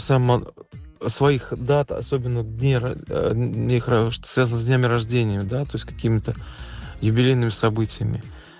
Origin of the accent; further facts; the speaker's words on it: Oktyabrsky District, Gomel Region, Belarus; now in Moscow, Russia; это мои родные вообще края. Я вырос в Гомельской области, в деревне, в Октябрьском районе Слободка